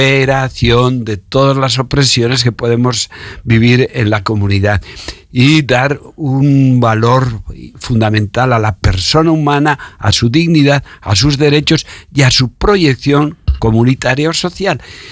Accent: Caleruega, Castile and León, Spain; born there; moved away as an adult; also born or lived in Nicaragua; Tengo 75 años. Cumplí 50 años de sacerdote en mi pueblo, en Caleruega, ayer

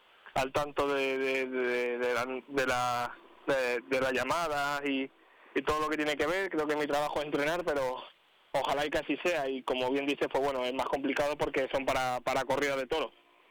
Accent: Cáceres, Extremadura, Spain; born there; also born or lived in Arenas de San Pedro, Ávila; yo soy nacido en Arena, aunque con un año me vine a vivir a Cáceres, pero mantengo raíces en los dos lados y me siento muy querido en los dos lados.

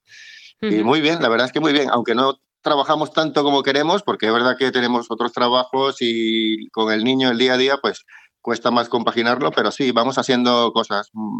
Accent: Venezuela; now in Valladolid, Spain; cuando vivíamos en Venezuela, porque soy venezolano, aunque llevo 20 años aquí en España.

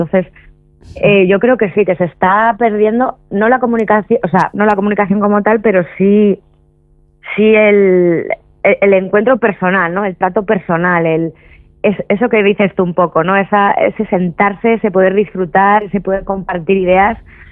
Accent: Burgos, Castile and León, Spain; Hemos empezado en Burgos porque yo soy burgalesa

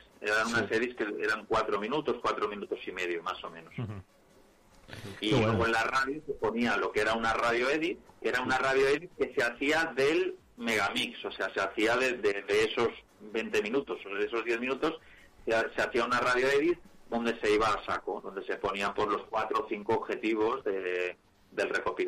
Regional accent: Barcelona, Catalonia, Spain; soy de Barcelona, pero en el fondo soy del Madrid

